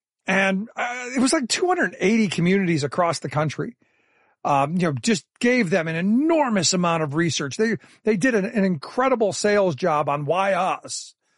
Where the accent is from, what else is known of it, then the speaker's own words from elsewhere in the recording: Cleveland, Ohio, United States; like when I grew up in Cleveland, they gave them energy